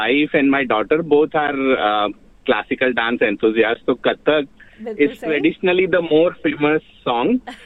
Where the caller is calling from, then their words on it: Rajasthan, India; मैं राजस्थान से हूँ